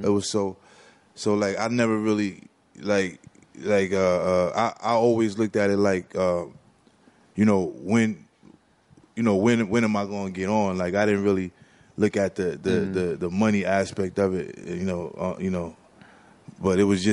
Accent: New York City, New York, United States; And then growing up in Harlem, it was one of them things that, you know, I was just part of the tapestry

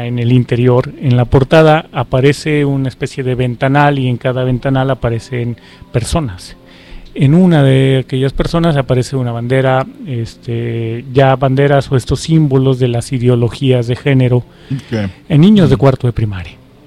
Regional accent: Guadalajara, Jalisco, Mexico; Yo que vengo de Guadalajara, la cuna de los cristeros

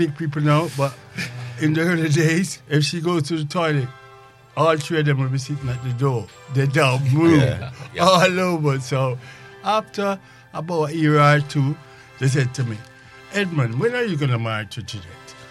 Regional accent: Jamaica; Growing up in Jamaica, which I have a book said, Growing Up in Jamaica with Reggae Music

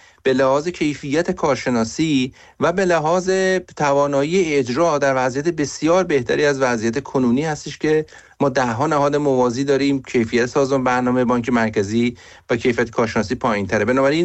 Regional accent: Iran; به عنوان یک ایرانی

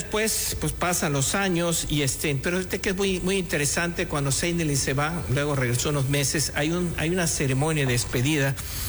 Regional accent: Mexico; así somos como mexicanos.

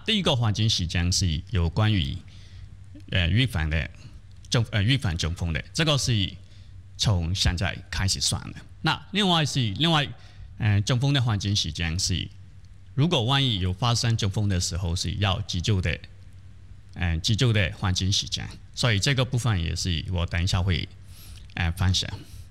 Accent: Myanmar; now in Hualien, Taiwan; 那我是从缅甸来的

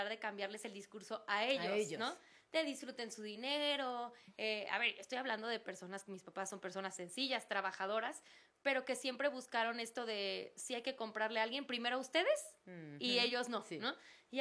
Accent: Huatulco, Oaxaca, Mexico; yo crecí en Huatulco, Oaxaca, en Bahías de Huatulco.

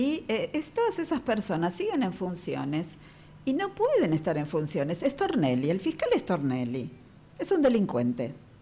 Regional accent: Buenos Aires, Argentina; como ciudadana porteña de Buenos Aires, me ha llegado la comunicación

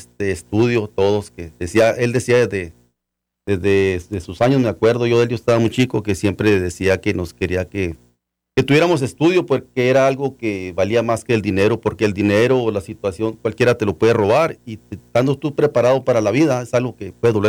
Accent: Namiquipa, Chihuahua, Mexico; Yo soy del estado de Chihuahua, del estado grande de México.

